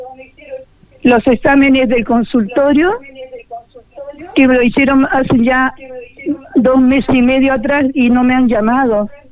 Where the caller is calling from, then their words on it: Placilla, Valparaíso, Chile; soy de Placilla